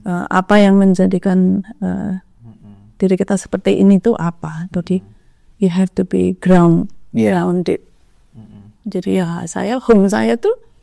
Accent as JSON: {"language": "Indonesian", "region": "Java", "country": "Indonesia", "tie": "born there", "said": "saya kan lahir bentuk ari-ari saya di Jawa."}